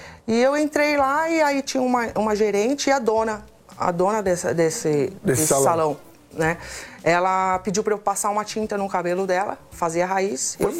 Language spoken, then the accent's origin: Portuguese; São Paulo, Brazil; born or raised there; now in Itapecerica da Serra, Brazil